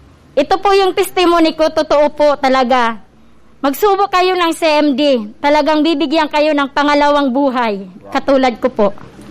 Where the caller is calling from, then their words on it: Bulan, Bicol Region, Philippines; ng Barangay Enroque, Bulan, Sorsogon po.